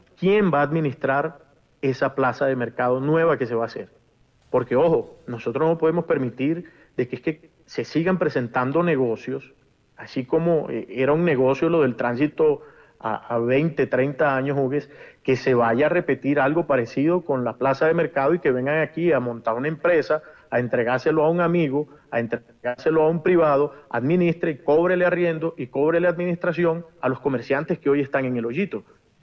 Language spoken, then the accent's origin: Spanish; San Juan del Cesar, Cesar, Colombia; San Juan, mi pueblo